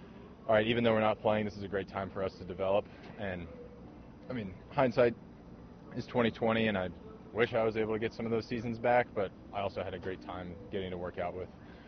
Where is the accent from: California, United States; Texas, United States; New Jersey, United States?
Texas, United States; Dallas; I'm from Dallas